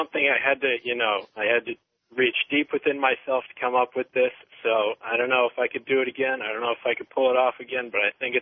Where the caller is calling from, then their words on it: Tampa, Florida, United States; This is your buddy … from Tampa, Florida.